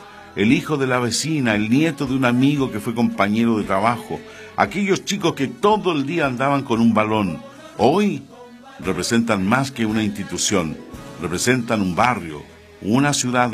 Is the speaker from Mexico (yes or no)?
no; Valparaíso, Chile; Somos Santiago Wanderers de Valparaíso, ni más ni menos, chilenos que cualquiera.